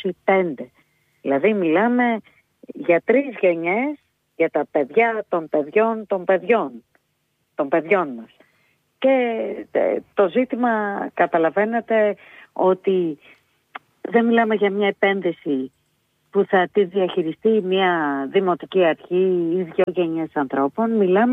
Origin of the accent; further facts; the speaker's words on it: Lamia, Central Greece, Greece; Εγώ που είμαι από τη Λαμία